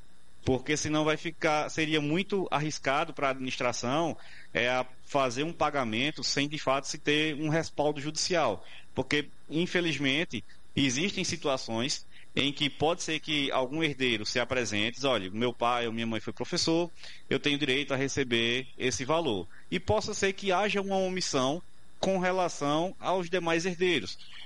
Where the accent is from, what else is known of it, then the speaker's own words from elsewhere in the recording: Alagoinha, Pernambuco, Brazil; Eu sou de Alagoinha